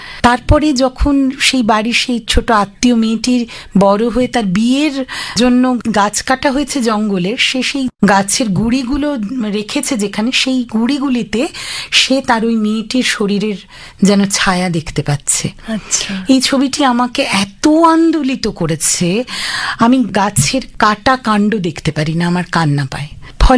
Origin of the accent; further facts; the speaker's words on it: Madhyamgram, West Bengal, India; সেটি মধ্যম গ্রাম। যদিও এখনো গ্রাম শব্দটিকে আমরা বহন করছি, কিন্তু মধ্যম গ্রাম আর এখন গ্রাম নেই, একেবারে শহর হয়ে গেছে। কিন্তু আমার যখন ছোটবেলা ছিল না, তখন একদম অন্যরকম ছিল, প্রচুর গাছগাছালি ছিল, ছিল অনেকগুলো বাগান বাড়ি, ছিল ধুধু মাঠ, দিগন্ত বিস্তৃত সবুজ ঘাসে ভরা মাঠ।